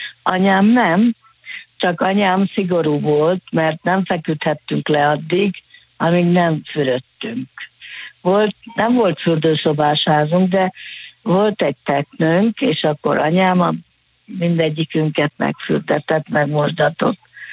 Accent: Nagyecsed, Szabolcs-Szatmár-Bereg, Hungary; 3 vagyunk lányok, és akkor Nagyecseden születtünk, ott is laktunk sokáig

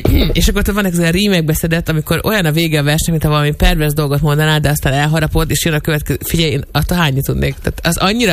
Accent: Hungary; mi magyarok vagyunk, és beképzeltek

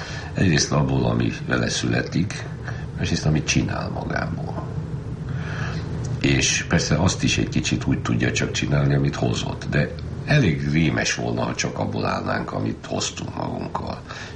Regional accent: Hungary; magyar vagyok, zsidó vagyok, nagyon jó megférnek nálam ezek. Férfi vagyok

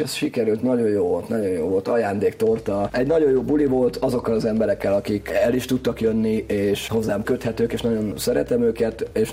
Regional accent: Sopron, Győr-Moson-Sopron, Hungary; eleve soproniként a Sopron Festen

